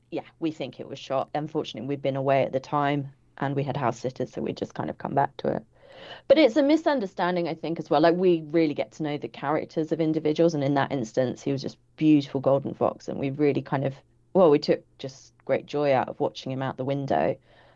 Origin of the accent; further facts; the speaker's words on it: England, United Kingdom; moved away; we're English and we're not local.